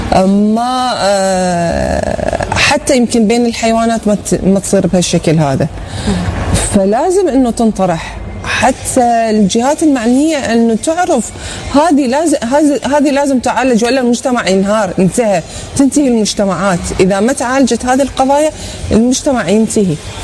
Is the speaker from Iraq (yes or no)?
yes; Iraq